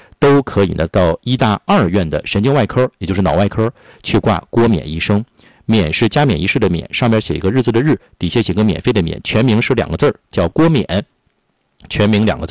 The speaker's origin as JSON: {"language": "Chinese", "region": "Northeast China", "country": "China", "accent": "Northeastern", "said": "咱们东北话讲叫生了不添死了不去。"}